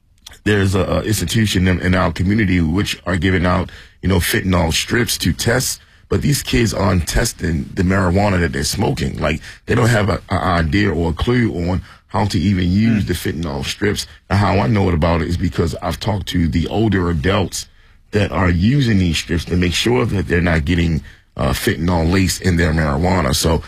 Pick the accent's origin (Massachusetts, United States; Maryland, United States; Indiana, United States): Maryland, United States; Baltimore; me, myself, born and raised in East Baltimore and growing up in certain environments